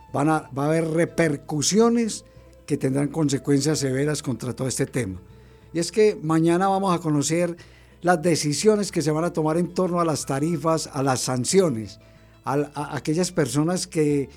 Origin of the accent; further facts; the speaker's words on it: Antioquia, Colombia; nosotros, como colombianos, como antioqueños